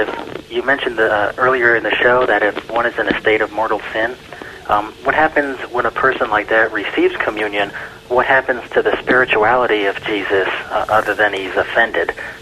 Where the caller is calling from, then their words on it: Madison, Alabama, United States; I'm from Madison, Alabama.